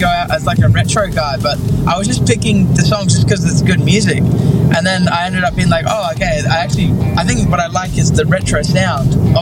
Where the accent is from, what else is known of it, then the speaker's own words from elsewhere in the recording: Doonan, Queensland, Australia; Yeah, that's it. We're just coming from Doonan right now.